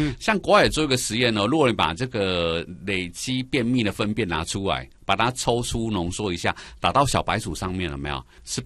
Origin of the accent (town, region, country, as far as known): Taiwan